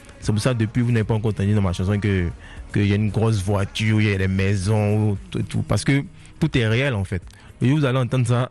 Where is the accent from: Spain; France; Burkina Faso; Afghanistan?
Burkina Faso; Bobo-Dioulasso, Hauts-Bassins; moi j'ai grandi à Bobo. À Bobo, c'est un peu le Bronx, tu vois, c'est un peu le ghetto